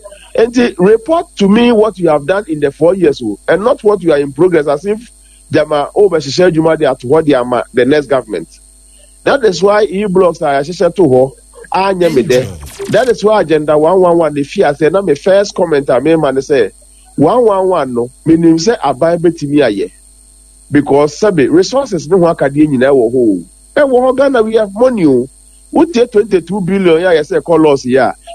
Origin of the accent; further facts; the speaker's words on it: Ghana; I can applaud the NDC for the done part. In progress, ne diye, I am a Ghanaian, I would hasten slowly.